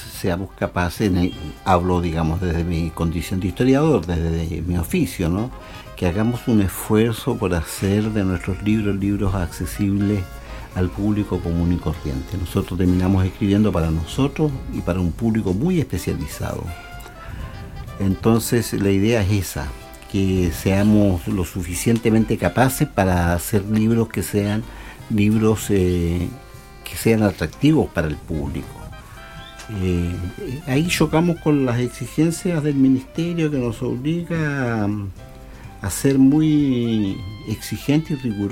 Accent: La Serena, Coquimbo, Chile; born there; a la gente de esta tierra, de mi tierra, el cariño y el compromiso eterno de quien nació aquí en la ciudad de La Serena, en la calle Tomei.

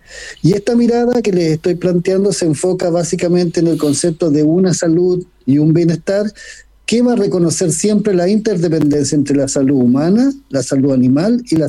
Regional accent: Chile

